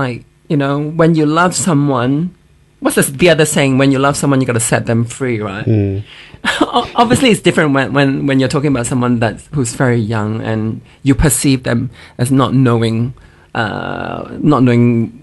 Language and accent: English; Singapore; because I come from Singapore, which is a very wealthy country and people are very privileged there.